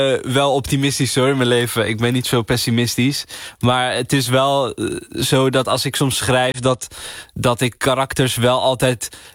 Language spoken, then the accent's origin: Dutch; Amsterdam, North Holland, Netherlands; Want ik kom ook uit Amsterdam en daar is het nu ook niet echt aan de hand.